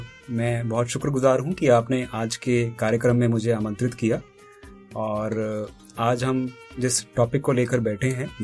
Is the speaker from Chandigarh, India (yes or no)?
yes; Chandigarh, India; born there; also born or lived in Barara; sir मेरा जन्म जो है वो चंडीगढ़ में हुआ और उसके बाद मेरी जो प्राथमिक शिक्षा है वो अलग अलग जगह पर रही